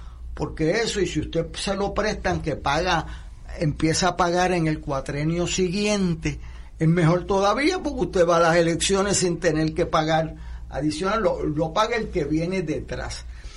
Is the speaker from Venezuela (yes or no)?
no; Puerto Rico; somos boricuas